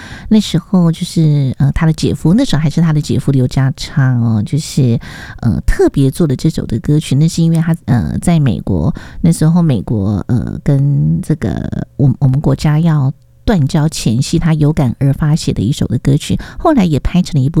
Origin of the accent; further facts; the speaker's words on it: Taiwan; 我们台湾人